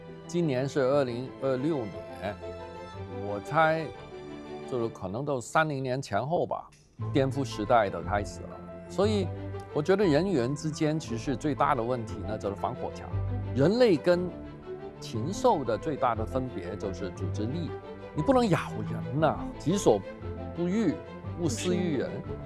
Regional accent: China

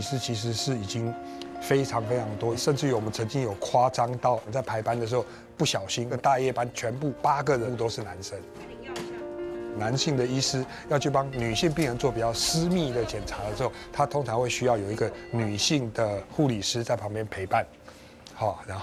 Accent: Tainan, Taiwan; moved away as an adult; now in Hualien, Taiwan; 我是台南人，我在这边服务29年。

